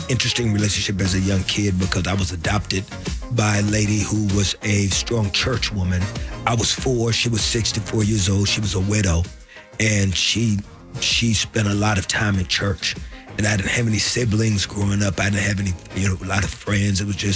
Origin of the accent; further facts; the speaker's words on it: Texas, United States; accent: country; moved away; Yeah, I'm just loud and country because I'm from Texas.